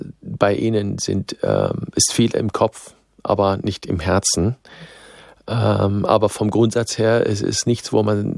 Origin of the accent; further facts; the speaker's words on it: Syria; German is a second language; now in Germany; ich bin in Syrien geboren, aufgewachsen, ich habe armenische Vorfahren, also ich habe den Zugang zur arabischen Welt, zur islamischen Welt, zur armenischen Welt, bin nach Deutschland gekommen.